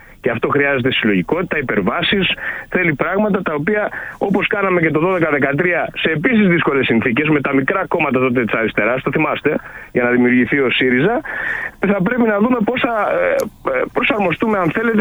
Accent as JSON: {"language": "Greek", "town": "Xylokastro", "region": "Peloponnese", "country": "Greece", "tie": "born or raised there", "said": "η πατρίδα μου, Ηρακλής Ξυλοκάστρου."}